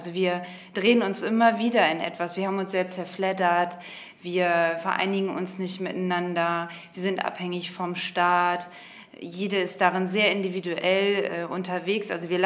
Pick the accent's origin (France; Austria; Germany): Germany; ich komme aus Deutschland